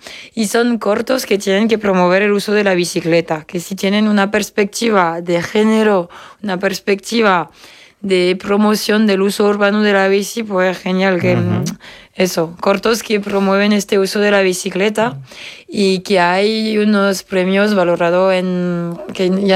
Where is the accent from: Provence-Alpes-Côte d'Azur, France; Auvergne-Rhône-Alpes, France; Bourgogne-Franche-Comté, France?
Auvergne-Rhône-Alpes, France; Spanish is a second language; moved away as an adult; now in Córdoba, Spain; Yo de cerca de Lyon.